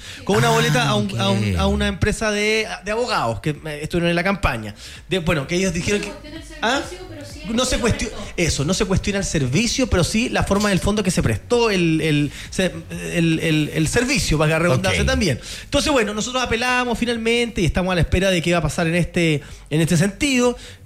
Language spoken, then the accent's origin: Spanish; Limache, Valparaíso, Chile; Yo soy de Limache